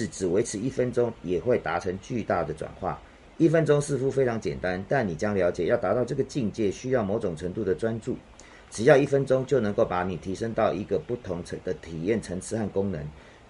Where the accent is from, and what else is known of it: Taiwan